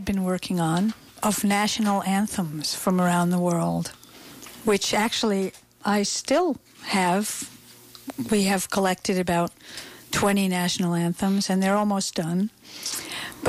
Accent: United States; we're these American people

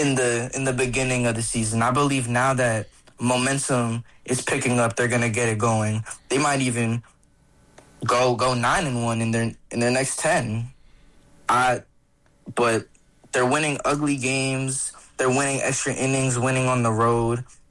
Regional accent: New York City, New York, United States; my hometown, Corona Queens

